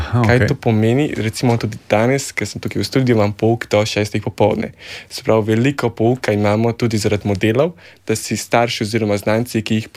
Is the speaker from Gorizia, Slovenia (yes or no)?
no; Kranj, Upper Carniola, Slovenia; ker sem iz Kranja, sem še vsem tišel v Ljubljano